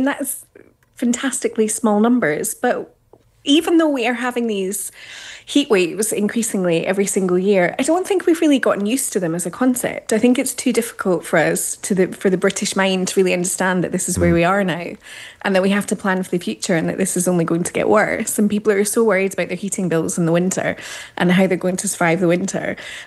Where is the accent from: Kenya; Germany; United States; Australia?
Australia; now in United Kingdom; I grew up in Australia as well, so I'm not unused to the heat.